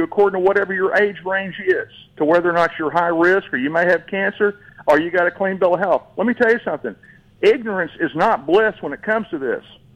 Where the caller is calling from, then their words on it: Greenboro, Arkansas, United States; I'm calling from Greenboro, Arkansas.